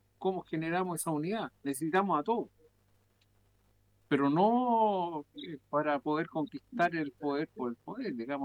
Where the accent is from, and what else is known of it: Chile